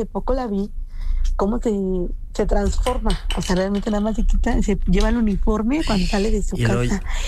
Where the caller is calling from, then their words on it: Mexico City, Mexico; Los escucho desde Tlalpan.